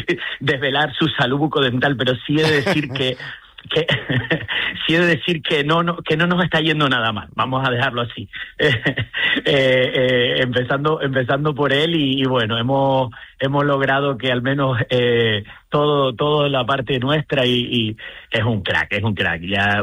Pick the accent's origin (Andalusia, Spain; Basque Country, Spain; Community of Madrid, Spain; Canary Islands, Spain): Canary Islands, Spain; Mira, como soy made in Canarias y orgulloso, ¿no?